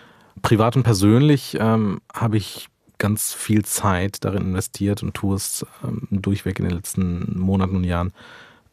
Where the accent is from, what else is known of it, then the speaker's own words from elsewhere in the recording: Wuppertal, North Rhine-Westphalia, Germany; Das wichtigste, mit Abstand wichtigste Faktum ist, dass ich Wuppertaler bin, das ist im Bergischen Land, und nominell Rheinländer.